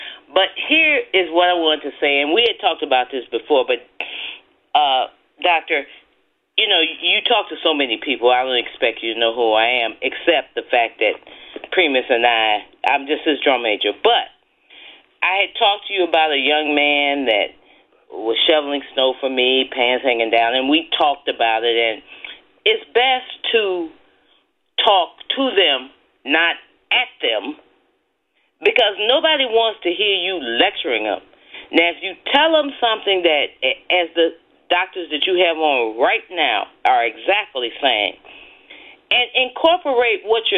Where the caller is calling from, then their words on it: Philadelphia, Pennsylvania, United States; I'm from Philadelphia. You know, I'm an elder